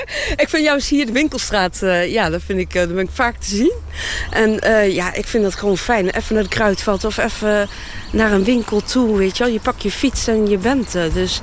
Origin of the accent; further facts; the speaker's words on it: Driel, Gelderland, Netherlands; Driel. Driel.